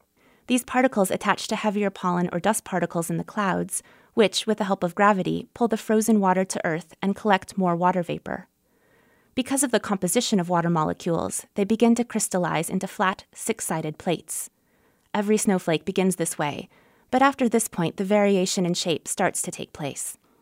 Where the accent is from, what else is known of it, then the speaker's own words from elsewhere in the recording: Hillsboro, Oregon, United States; now in Montana, United States; I am from Hillsboro, Oregon, where the snow falls in wet, indistinguishable clumps. When I moved to Montana